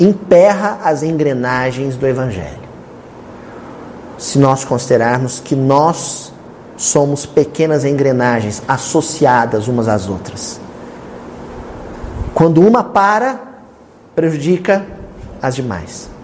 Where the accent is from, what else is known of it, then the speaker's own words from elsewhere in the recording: Minas Gerais, Brazil; Só como nós somos aqui, nós somos mineiros, não é no coração, é na barriga.